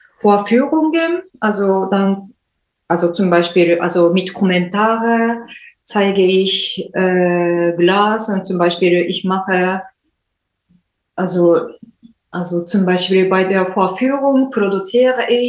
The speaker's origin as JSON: {"language": "German", "town": "Suwa", "region": "Nagano", "country": "Japan", "tie": "born or raised there", "second_language": "German", "moved": "as an adult", "lives_now": "Baruth, Germany", "said": "Also ich komme aus Japan. Also ja, so wo meine Heimat heißt, Suwa, also Nagano-Präfektur."}